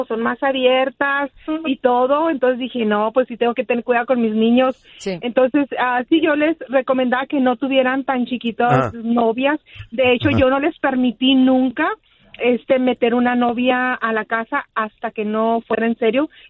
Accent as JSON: {"language": "Spanish", "region": "Chihuahua", "country": "Mexico", "said": "Yo soy de Chihuahua. Chihuahua."}